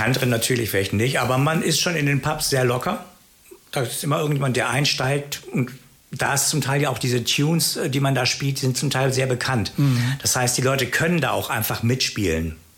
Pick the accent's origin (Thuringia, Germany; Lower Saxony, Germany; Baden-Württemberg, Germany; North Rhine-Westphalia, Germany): Lower Saxony, Germany; Göttingen; moved away as an adult; now in Bremen, Germany; ich komme aus Göttingen.